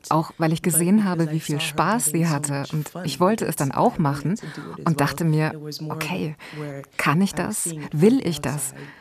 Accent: Belgium; first language French; German is a second language; Aber ich bin weder im Kongo noch in Martinique geboren, ich bin in Belgien geboren und habe dort Französisch gelernt. Das ist meine Muttersprache.

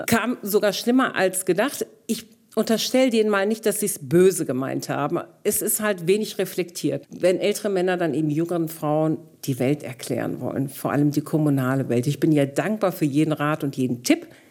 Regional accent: North Rhine-Westphalia, Germany; now in Black Forest, Germany; Als migrantische Frau mit doppeltem Migrationshintergrund, sage ich immer, ich bin ja Ostwestfälin und offensichtlich auch keine Schwarzwälderin, sondern ich habe türkische Wurzeln

